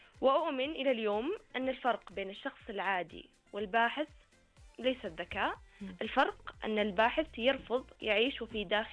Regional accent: Saudi Arabia; أنا كطالبة سعودية

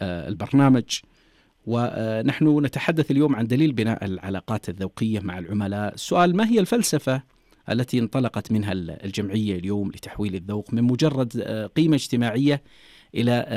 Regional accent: Saudi Arabia; طبعا يمكن احنا عندنا ولله الحمد يعني كسعوديين تجربة مختلفة

